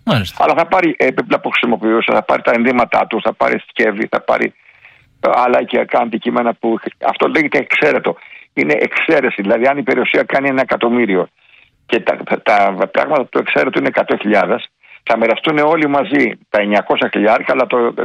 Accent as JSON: {"language": "Greek", "town": "Platanias", "region": "Crete", "country": "Greece", "tie": "born or raised there", "said": "από τον Πλατανιά, το χωριό μου, έτσι, καταγωγή από τον Πλατανιά."}